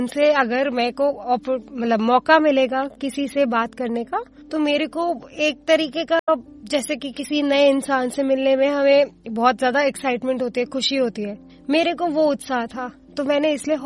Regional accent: Delhi, India; मैं दिल्ली की ही रहने वाली हूँ।

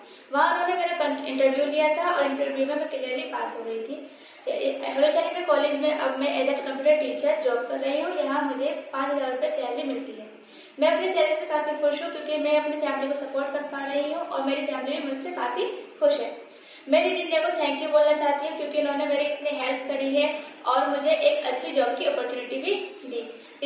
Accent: Rampur, Uttar Pradesh, India; मैं BA first year में हूँ और मैं पीडब्ल्यूडी कॉलोनी बदौली टोला रामपुर उत्तर प्रदेश की रहने वाली हूँ।

